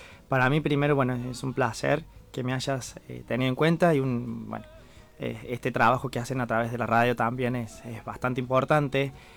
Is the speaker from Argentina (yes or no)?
yes; Argentina; born there; orgulloso de haber nacido en Argentina, de ser argentino